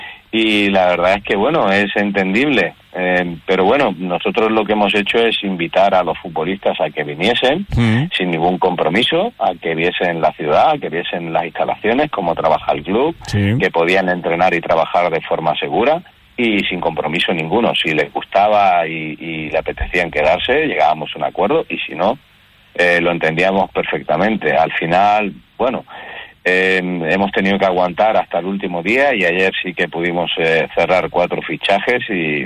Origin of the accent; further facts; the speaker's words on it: Ceuta, Spain; born there; nos sentimos españoles, hemos nacido aquí, somos españoles y nos sentimos así